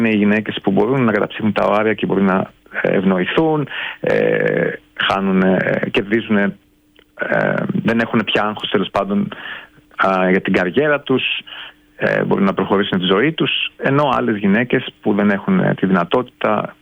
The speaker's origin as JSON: {"language": "Greek", "country": "Greece", "moved": "as an adult", "lives_now": "England, United Kingdom", "said": "θυμάμαι όλοι οι Άγγλοι ασθενείς, όταν τους έλεγα ότι είμαι από την Ελλάδα, μου λέγανε γιατί είσαι εδώ, έχεις τόσο ωραία χώρα"}